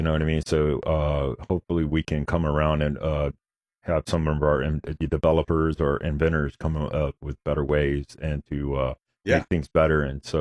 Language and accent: English; Florida, United States; we're from Florida